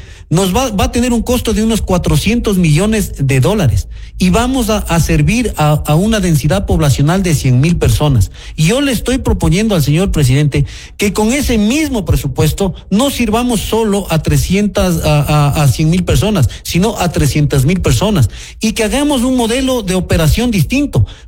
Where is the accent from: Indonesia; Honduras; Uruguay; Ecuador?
Ecuador; Quito, Pichincha; como quiteño, uno más de los quiteños